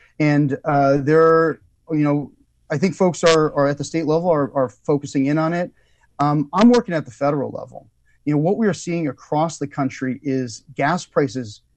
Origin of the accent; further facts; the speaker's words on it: California, United States; Well, my first experience is I grew up in Amador County.